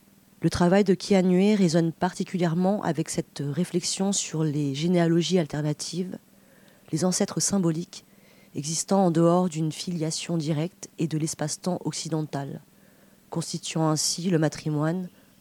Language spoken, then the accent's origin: French; Angoulême, Nouvelle-Aquitaine, France; depuis mon quartier d'origine, à Angoulême. Là où une communauté laotienne s'est formée dans les années 80 et s'est métissée avec les générations suivantes, pour qui les langues maternelles sont devenues étrangères.